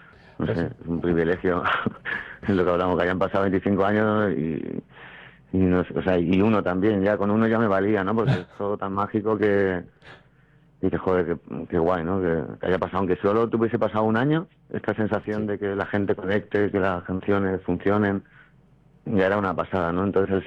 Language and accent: Spanish; Elche, Valencian Community, Spain; yo soy muy de haber vivido esa fiesta de mi pueblo, ¿no? Yo soy una pedanía en Matola.